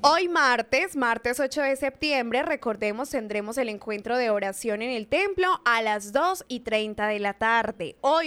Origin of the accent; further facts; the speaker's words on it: Fredonia, Antioquia, Colombia; es que hasta en Fredonia, que ustedes saben que Fredonia es tierra fría. Mi pueblo es un pueblo frío, es un pueblo bastante frío